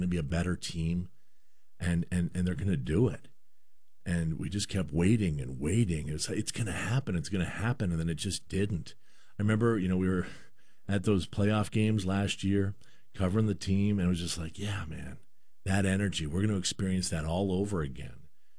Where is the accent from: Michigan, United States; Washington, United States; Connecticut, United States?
Washington, United States; Bellingham; because back when I was a kid here in town, I grew up in Bellingham.